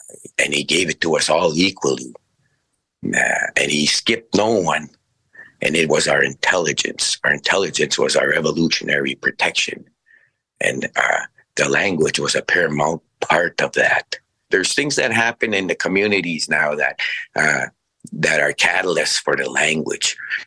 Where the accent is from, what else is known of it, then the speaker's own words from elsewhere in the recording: Canada; I'm from the Satellite Cree Nation and I'm very pleased and I'm grateful to be invited here to communicate and talk about our language.